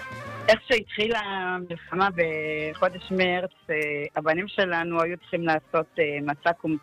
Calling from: Modi'in, Central District, Israel; אני ממודיעין.

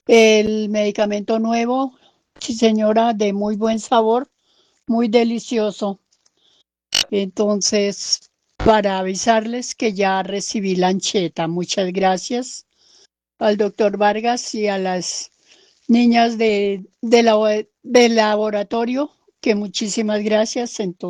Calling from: Guasca, Cundinamarca, Colombia; de Huasca

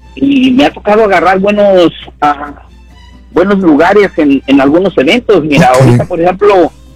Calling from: Indiana, United States; yo soy de acá de Indiana.

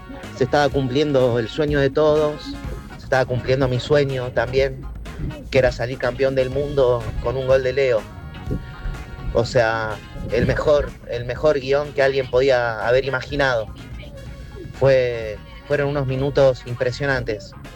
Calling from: Tapiales, Buenos Aires Province, Argentina; de Tapiales

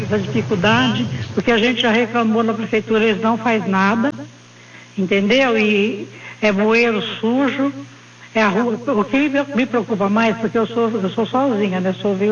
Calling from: Valinhos, São Paulo, Brazil; de Valinho.

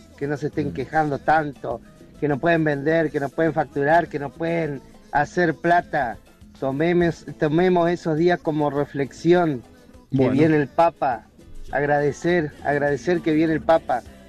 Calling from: Crespo, Entre Ríos, Argentina; Hola, buen día … de Crespo, Entre Ríos.

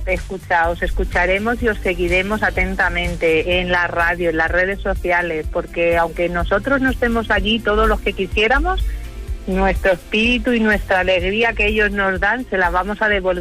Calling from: Torrejón, Spain; de Torrejón

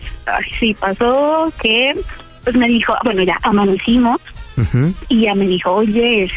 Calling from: Mexico City, Mexico; Tengo 30 años, soy de la Ciudad de México.

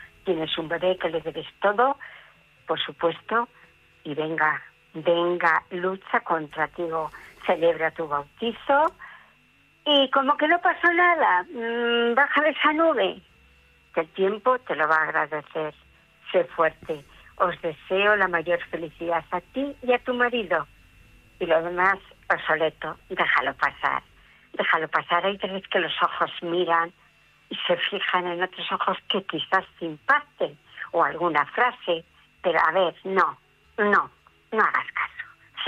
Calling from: León, Castile and León, Spain

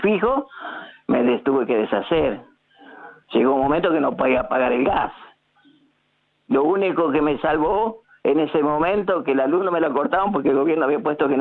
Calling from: Castelar, Buenos Aires Province, Argentina; Estoy en la zona de Castelar

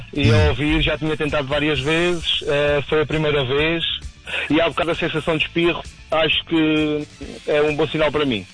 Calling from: Covilhã, Centro, Portugal; Sou da Covilhã.

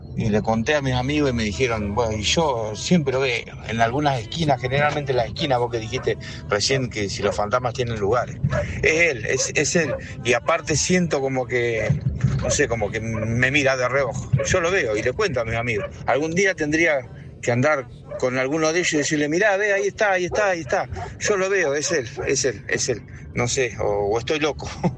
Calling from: Tres Arroyos, Buenos Aires Province, Argentina; de Tres Arroyos.

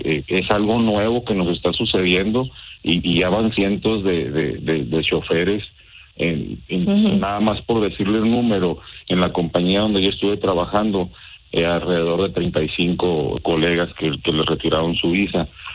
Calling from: Tijuana, Baja California, Mexico; chofer de tráiler nacional. Soy de Tijuana.

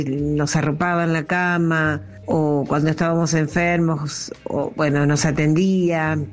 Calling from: Comodoro Rivadavia, Chubut, Argentina; de Comodoro Rivadavia.

